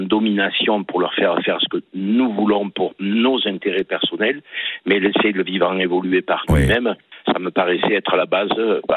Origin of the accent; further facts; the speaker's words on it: Fontvieille, Provence-Alpes-Côte d'Azur, France; born there; Je suis né à Fontvieille, dans les Bouches-du-Rhône, qui est un petit village éminemment connu pour son moulin, qu'on appelle Moulin de Daudet, puisque Daudet l'a fait grandement connaître.